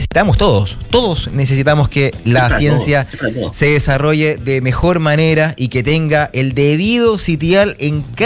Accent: Valdivia, Los Ríos, Chile; born there; me encanta el invierno, nací en Valdivia

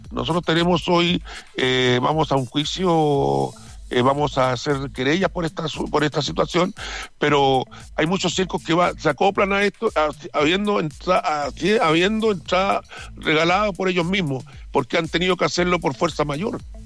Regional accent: Chile; en Chile la gente somos muy chilenos, es la gran verdad.

